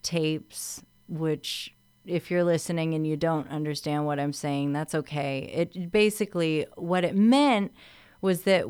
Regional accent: San Antonio, Texas, United States; I am from San Antonio, the land of covers

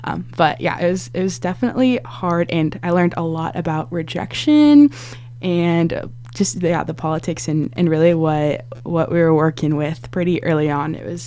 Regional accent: Meridian, Idaho, United States; I grew up in Meridian versus living in Boise.

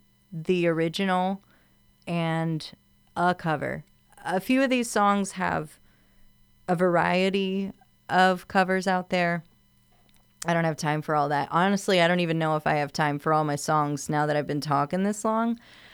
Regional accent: San Antonio, Texas, United States; I am from San Antonio, the land of covers

